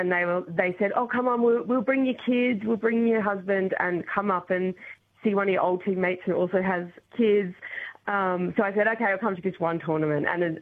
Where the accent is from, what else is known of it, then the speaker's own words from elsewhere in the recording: Harcourt, Victoria, Australia; also born or lived in Melbourne; now in Castlemaine, Australia; And I was previously living in Melbourne. We've only been, I grew up in Harcourt, but only been back in Castlemaine for nearly 3 years.